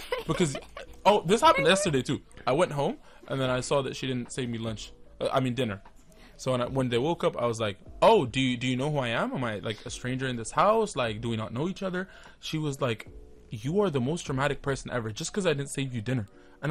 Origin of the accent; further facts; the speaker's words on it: Musanaa, South Al Batinah, Oman; Like, I'm from Musan'a. I have family in Musan'a.